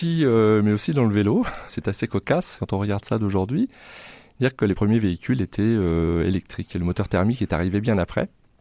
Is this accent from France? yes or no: yes; France; on est français quand même